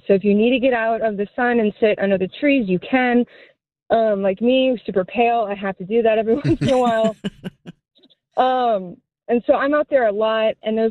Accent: Texas, United States; now in Chicago, United States; I'm a transplant from Texas. This is like my favorite part of Chicago is our lake.

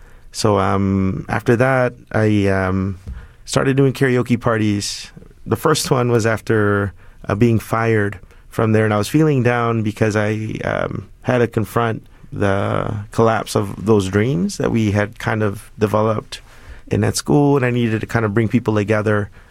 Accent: Chicago, Illinois, United States; Growing up in Pilsen for close to 35 years, I mean, I remember growing up and just seeing how entrenched gang culture was and still continues to be to a different degree.

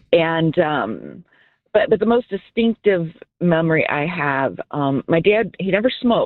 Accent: Hammond, Indiana, United States; now in Crown Point, United States; We grew up in Hammond, Indiana

